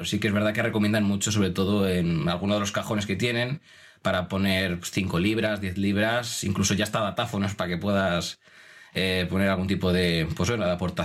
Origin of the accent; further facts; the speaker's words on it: Segovia, Castile and León, Spain; moved away as an adult; now in Edinburgh, United Kingdom; yo soy natural de Segovia, de toda la vida. He estado viviendo toda mi vida allí, 25 años